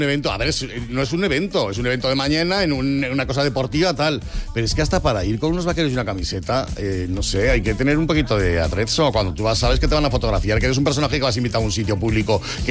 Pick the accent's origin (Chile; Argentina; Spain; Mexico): Spain; Community of Madrid; Yo soy madrileño, pero soy de madre aragonesa.